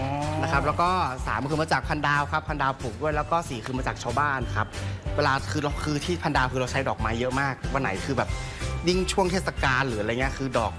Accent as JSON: {"language": "Thai", "region": "Chiang Rai", "country": "Thailand", "said": "เราเป็นคนเชียงรายด้วยนะ"}